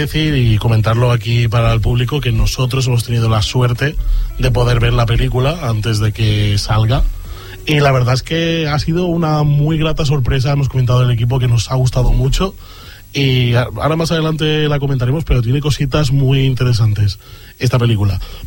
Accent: Lugo, Galicia, Spain; Sí, son de Lugo.

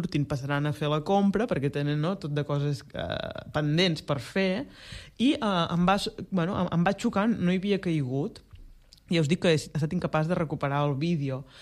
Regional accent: Blancafort, Catalonia, Spain

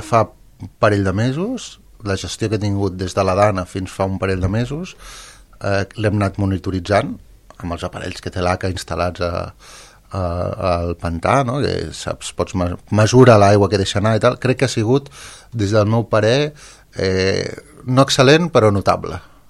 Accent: Calafell, Catalonia, Spain; jo soc de Calafell, però he treballat molts anys aquí a Cubelles, i ja des de ben petit ja venia a la desembocadura

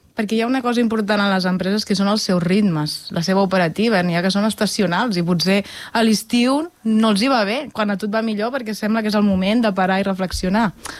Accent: La Selva del Camp, Catalonia, Spain; born or raised there; also born or lived in Reus

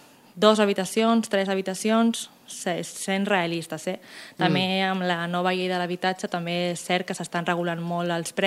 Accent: Castelldefels, Catalonia, Spain; Jo soc d'aquí de tota la vida, aquí del poble, i em feia molta il·lusió obrir un negoci local aquí, emprendre aquí a Castelldefels.

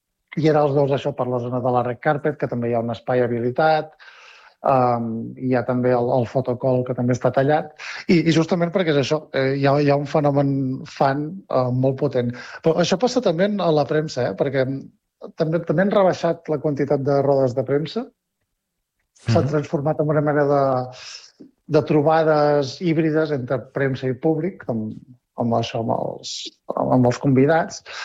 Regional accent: Catalonia, Spain; Jo en el meu cas vinc del Ripollès

